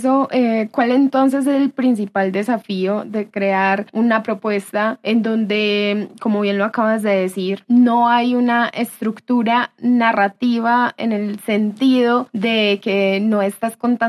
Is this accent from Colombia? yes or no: yes; Colombia; al conflicto que como sociedad hemos vivido, como colombianos hemos vivido